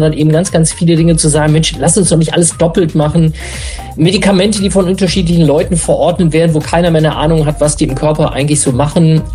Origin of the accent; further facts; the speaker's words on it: Mülheim an der Ruhr, North Rhine-Westphalia, Germany; Ich komme aus Mülheim an der Ruhr